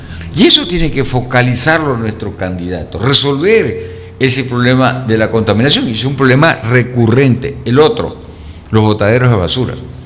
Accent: Calderón, Manabí, Ecuador; Yo me acuerdo que yo soy de Calderón, veníamos a la romería de la Virgen de Monserrate.

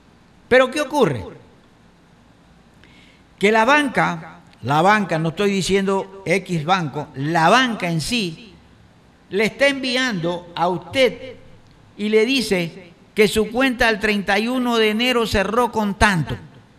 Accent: Ecuador; Saben quiénes somos los ecuatorianos

